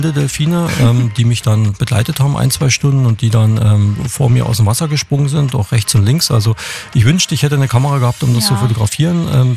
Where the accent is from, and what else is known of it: Krauschwitz, Saxony, Germany